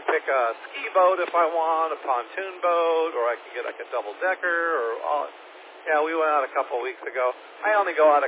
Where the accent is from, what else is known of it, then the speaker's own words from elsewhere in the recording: California, United States; now in Texas, United States; I'm from California originally, been here for about 25 years